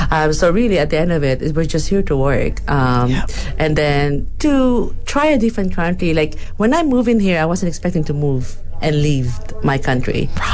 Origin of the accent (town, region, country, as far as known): Philippines